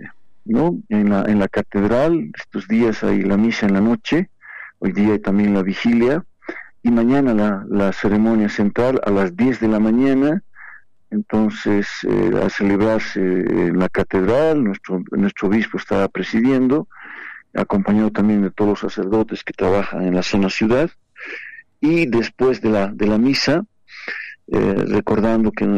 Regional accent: Bolivia; al final somos bolivianos

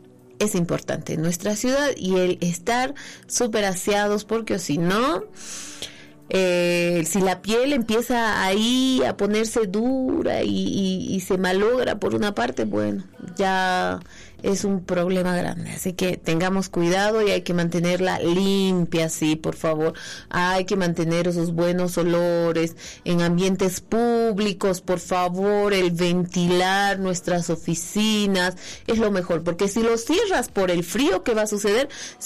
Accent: Potosí, Bolivia; como buenos potosinos, siempre llevamos el abrigo ahí.

